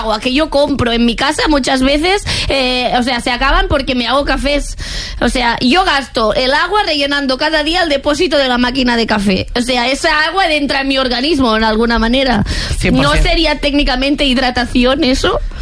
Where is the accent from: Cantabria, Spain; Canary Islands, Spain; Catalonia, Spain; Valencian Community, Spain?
Catalonia, Spain; Bueno, ser catalana es lo que me hace beber agua. Al final le debo tanto a mi tierra.